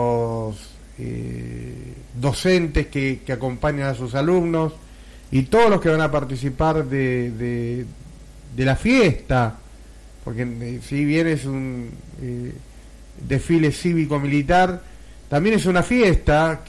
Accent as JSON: {"language": "Spanish", "country": "Argentina", "said": "nos divide como argentinos."}